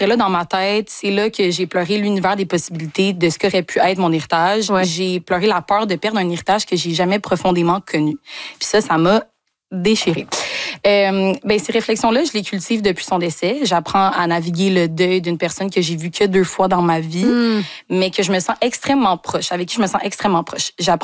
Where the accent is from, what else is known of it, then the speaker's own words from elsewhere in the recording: Quebec, Canada; born there; Moi, je suis née ici, au Québec.